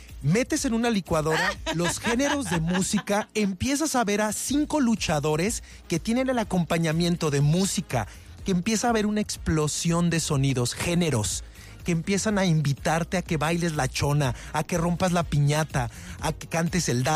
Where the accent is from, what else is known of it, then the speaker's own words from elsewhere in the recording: Mexico; nosotros como mexicanos